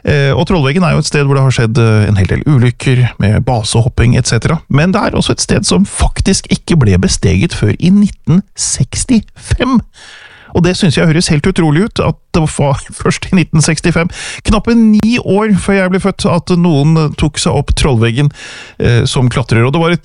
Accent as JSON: {"language": "Norwegian", "region": "Eastern Norway", "country": "Norway", "tie": "born or raised there", "said": "Min mor er fra Nordvestlandet. Jeg har vokst opp på Østlandet"}